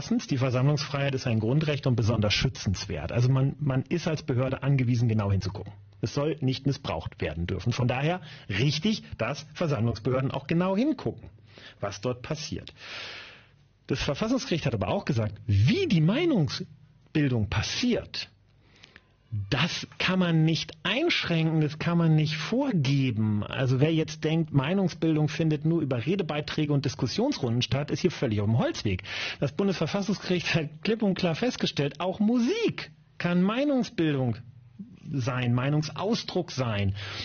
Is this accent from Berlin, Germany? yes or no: no; Lower Saxony, Germany; Also selbst meine Heimat Landkreis die Wesermarsch hat mittlerweile einen.